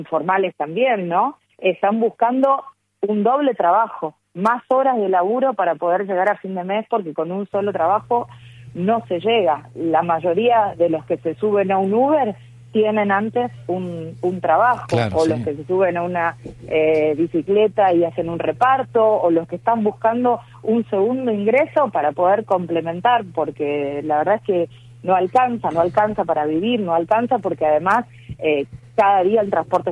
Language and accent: Spanish; Argentina; todos como argentinos tenemos la responsabilidad de con nuestro esfuerzo aportar para pagar una deuda que no es de ningún beneficio para nuestro país.